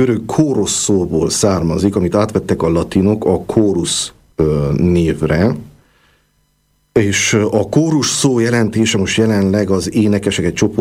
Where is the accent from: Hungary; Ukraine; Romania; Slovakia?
Romania; Sfântu Gheorghe, Covasna; moved away as an adult; also born or lived in Piatra Neamț; now in Cluj-Napoca, Romania; én Sepsiszentgyörgyön születtem